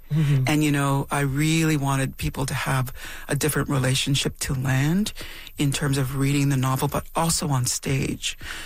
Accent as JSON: {"language": "English", "town": "Temagami", "region": "Ontario", "country": "Canada", "tie": "born or raised there", "said": "When I grew up in Temagami, in Northern Ontario"}